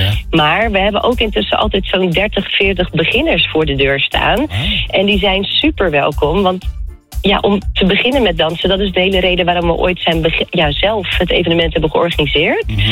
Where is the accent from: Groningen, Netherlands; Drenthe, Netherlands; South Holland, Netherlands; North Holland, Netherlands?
South Holland, Netherlands; Rotterdam; Dat is natuurlijk ook voor ons in de buurt als Rotterdammer.